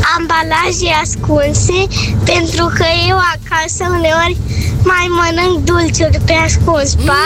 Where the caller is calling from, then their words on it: Cluj-Napoca, Cluj County, Romania; din Cluj, am 6 ani